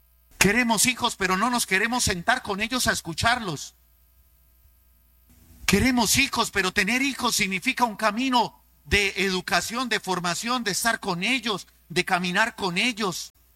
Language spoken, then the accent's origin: Spanish; Cúcuta, Norte de Santander, Colombia; cuando yo soy santandereano cucuteño de esos de que no me sé rajar.